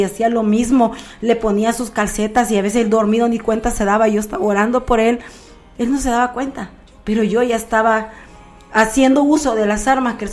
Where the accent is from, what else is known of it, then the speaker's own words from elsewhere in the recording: Honduras; moved away; Casa Salén, en Honduras, y luego se bautizó para un mes de marzo, por ahí. Y luego, en mayo nos venimos de Honduras. Venimos de Honduras